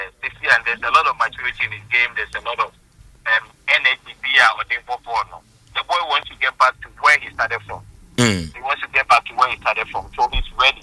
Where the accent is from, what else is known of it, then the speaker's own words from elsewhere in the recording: Ghana; But as a Ghanaian, I feel, say, as far as possible, near the course.